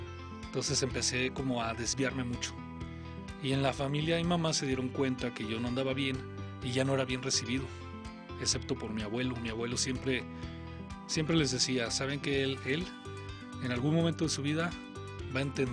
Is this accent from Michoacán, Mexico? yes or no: yes; Michoacán, Mexico; en Michoacán. Ya había chavos tatuados